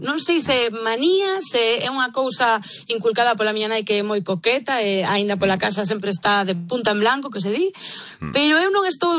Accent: A Coruña, Galicia, Spain; now in Santiago de Compostela, Spain; neste caso eu son coruñesa, pero levo xa 18 anos vivindo en Compostela, co cal, pois levo os mesmos anos que vivín nunha cidade que a outra.

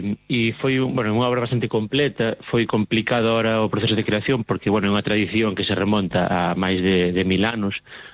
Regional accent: Vilar de Barrio, Galicia, Spain; eu son de Vilar de Barrio e sempre pensei que sabía moito

